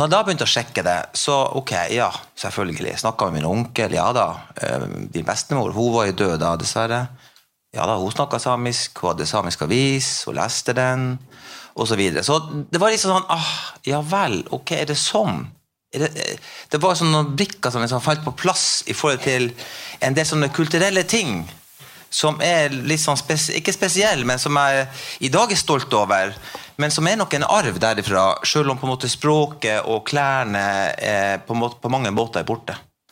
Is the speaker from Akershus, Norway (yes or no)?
no; Finnmark, Norway; jeg vokste opp i Ålefjord, og det jo en sjøsamisk bygd fra gammelt av. Et par generasjoner tilbake i tid så snakket jo alle samisk, men jeg visste jo ikke det når jeg vokste opp der. Så vi vokste opp som norsk